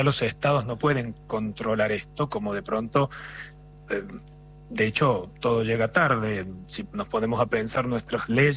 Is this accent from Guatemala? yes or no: no; Argentina